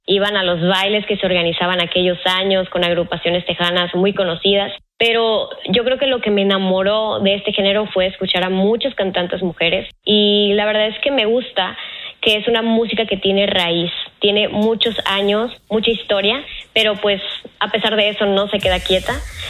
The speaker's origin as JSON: {"language": "Spanish", "town": "Monterrey", "region": "Nuevo León", "country": "Mexico", "tie": "born or raised there", "said": "Creciendo aquí en Monterrey, el acordeón es parte del paisaje, o sea, de todo, porque lo escuchas en la casa, en la calle, en las fiestas"}